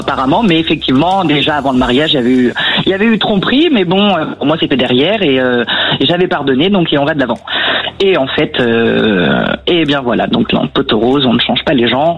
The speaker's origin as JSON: {"language": "French", "region": "Île-de-France", "country": "France", "said": "Alors moi, je viens de Seine-et-Marne."}